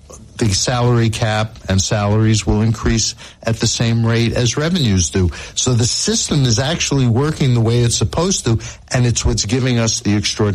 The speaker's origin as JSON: {"language": "English", "region": "New York", "country": "United States", "tie": "born or raised there"}